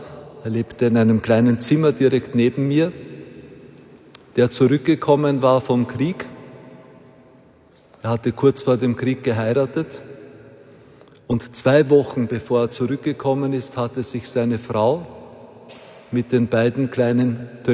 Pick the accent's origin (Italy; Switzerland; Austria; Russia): Austria; Und damals haben in meinem Heimatdorf an der burgenländischen Grenze mehrere sich das Leben genommen.